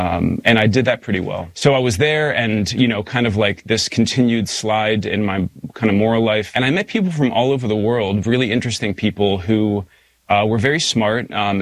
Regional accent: Pittsburgh, Pennsylvania, United States; also born or lived in Saudi Arabia; family moved to Saudi Arabia. And then when I was eight, we moved to Pittsburgh, Pennsylvania. And so I grew up in Pittsburgh, had a really good childhood and a loving family. Grew up Catholic, going to church every week.

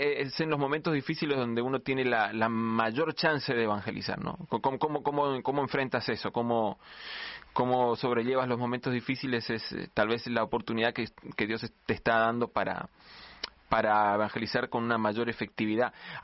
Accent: Argentina; mezcla de acentos resultan en este acento tan confuso que traigo, que nunca nadie identifica que soy argentino.

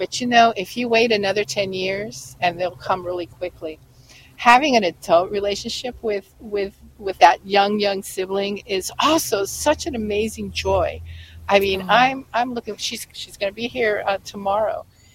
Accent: the South, United States; I grew up in the Bible Belt in the South. And so in many cases, we were the only Catholics

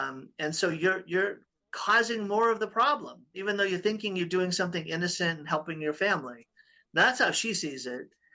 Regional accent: Boston, Massachusetts, United States; moved away; Yeah, I grew up in Boston

